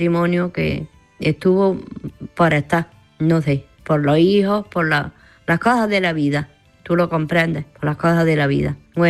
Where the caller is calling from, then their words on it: Granada, Andalusia, Spain